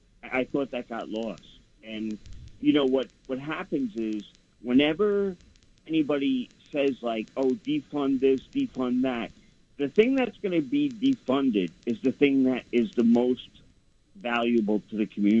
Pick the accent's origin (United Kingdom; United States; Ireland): Ireland; You know, I'm an Irishman, you know.